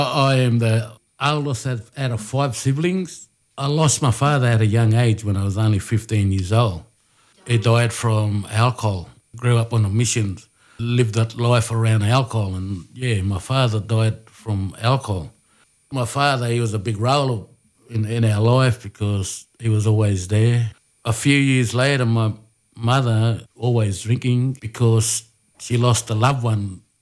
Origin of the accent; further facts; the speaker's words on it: Brewarrina, New South Wales, Australia; I'm from Bree Warrina. My tribe is Murawari.